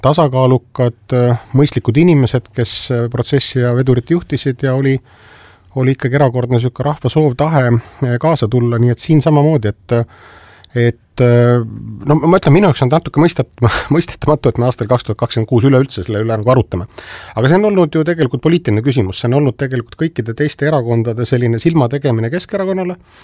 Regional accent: Saare County, Estonia; nii-öelda minu kodusaarelt pärit, eks ju, selline erakordselt ebaõnnestunud monument, mille Saaremaa kommunistid paigutasid veel 87. aastal vist

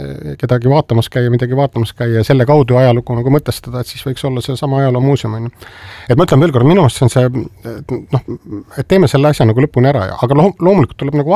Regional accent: Saare County, Estonia; now in Tallinn, Estonia; minu kodusaarelt pärit

